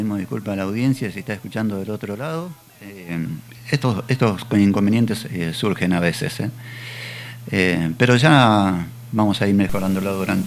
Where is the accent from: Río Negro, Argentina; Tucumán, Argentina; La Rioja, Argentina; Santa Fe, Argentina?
Santa Fe, Argentina; San Lorenzo; No, de Puerto no, San Lorenzo.